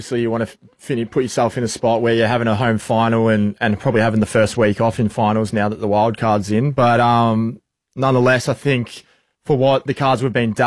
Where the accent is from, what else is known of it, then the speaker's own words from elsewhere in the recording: Echuca, Victoria, Australia; Yeah. No, it's just a typical country lifestyle, I think. Growing up in Echuca, Miami